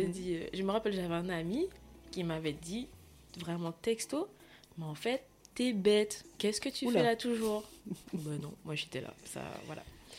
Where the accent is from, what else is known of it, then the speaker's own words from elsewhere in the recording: Guadeloupe; En fait, j'ai grandi en Guadeloupe avec mes parents et tout.